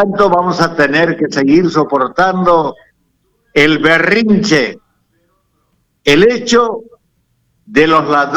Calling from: Tarija, Bolivia; Nosotros somos tarijeños, tarijeños, tarijeños y siempre tarijeños.

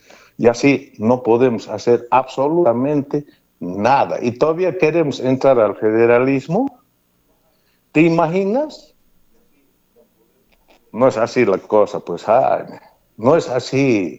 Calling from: Bolivia

